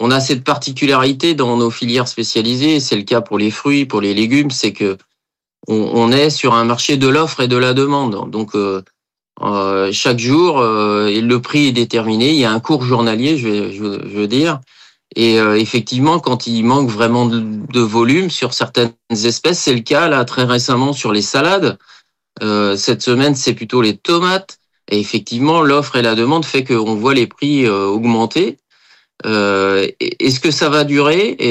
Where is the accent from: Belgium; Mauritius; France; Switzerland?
France; Nantes, Pays de la Loire; je suis nantais, maraîcher nantais.